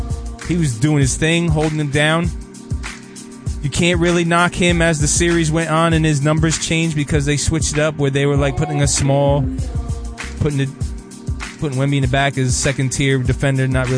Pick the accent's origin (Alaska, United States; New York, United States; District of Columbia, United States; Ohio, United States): New York, United States; I am from New York.